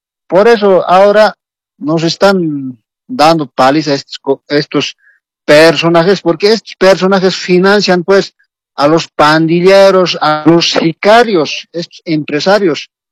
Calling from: Muñecas Province, La Paz, Bolivia; Les estoy llamando de aquí, Departamento de La Paz, de Provincia Muñecas.

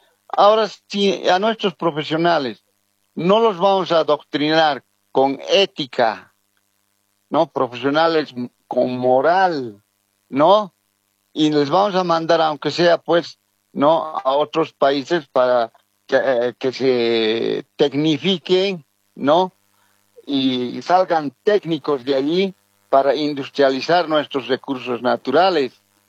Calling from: El Alto, La Paz, Bolivia; de aquí, del Alto de La Paz.

